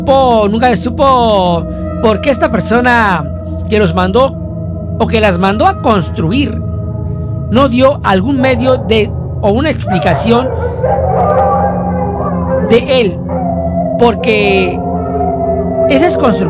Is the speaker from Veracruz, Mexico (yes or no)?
no; Caborca, Sonora, Mexico; Y soy originario de Caborca, Sonora.